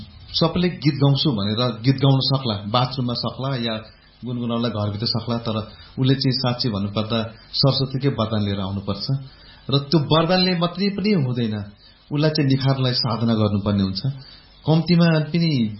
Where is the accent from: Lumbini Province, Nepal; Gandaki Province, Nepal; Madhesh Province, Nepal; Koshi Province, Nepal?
Koshi Province, Nepal; Biratnagar; मेरो घर विराटनगर हो